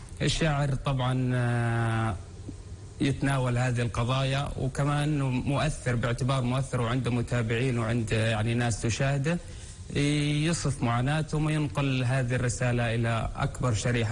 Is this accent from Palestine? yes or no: yes; Palestine; accent: Bedouin dialect; إحنا كشعب فلسطيني خاصة الشريحة البدوية